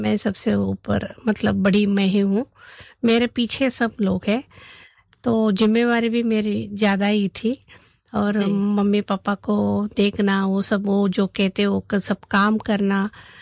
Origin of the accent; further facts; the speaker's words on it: Bangalore, Karnataka, India; moved away as an adult; now in Abu Road, India; हम बचपन से दादी के साथ ही पले बड़े हैं। हमारे घर धार्मिक प्रवृत्ति है और बड़ा घराना था वहाँ हमारा, वहाँ बेंगलोर में।